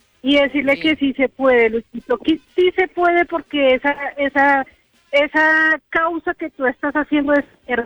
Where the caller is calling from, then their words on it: Cundinamarca, Colombia; Te voy a contar que ando en Ciudad Verde